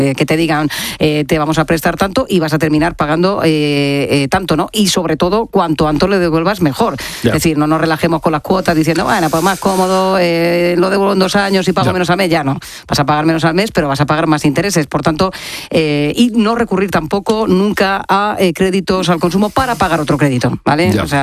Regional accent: Region of Murcia, Spain; moved away; desde mi tierra querida, desde Murcia, en Jumilla

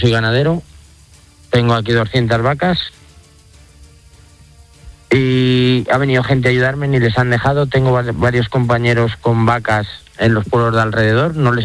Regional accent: La Nava de Jadraque, Castilla-La Mancha, Spain; No es las Navas de Jadraque, yo soy de la Nava de Jadraque.

